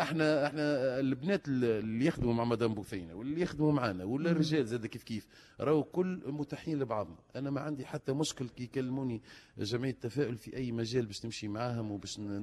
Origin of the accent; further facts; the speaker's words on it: Gafsa Governorate, Tunisia; بنات من قفصة، بنات بلادي